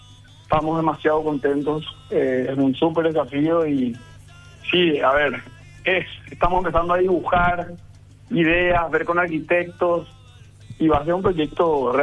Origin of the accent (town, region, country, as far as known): Paraguay